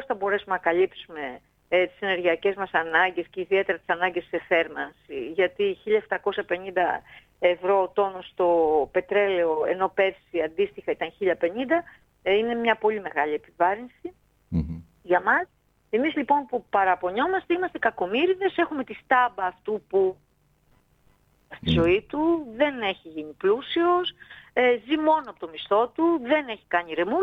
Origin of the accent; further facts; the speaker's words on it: Vathy, North Aegean, Greece; εγώ είμαι από το Βαθύ.